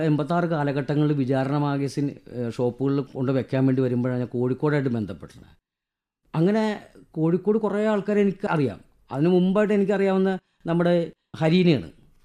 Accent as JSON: {"language": "Malayalam", "region": "Kerala", "country": "India", "said": "നിങ്ങളെവിടെ നിന്ന് വരുന്നു? ഞാൻ പറഞ്ഞു, കേരള."}